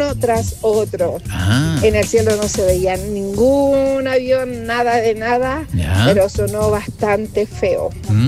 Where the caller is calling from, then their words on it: Calama, Antofagasta, Chile; de Calama.